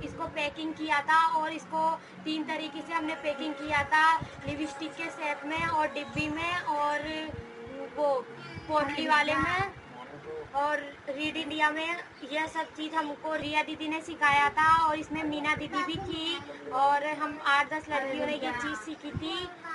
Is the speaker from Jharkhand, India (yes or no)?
no; Bhawargarh, Rajasthan, India; मैं भवरगढ़ की रहने वाली हूँ